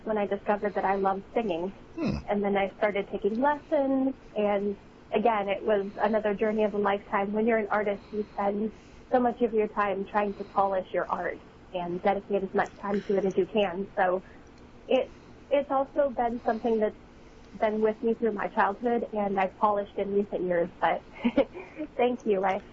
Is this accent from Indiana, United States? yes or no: no; Colorado, United States; moved away; back in my home state in Colorado.